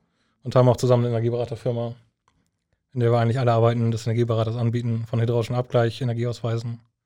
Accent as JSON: {"language": "German", "town": "Rade", "country": "Germany", "said": "Ja, ich komme aus Rade. Mein Bezirk ist Murmerförde."}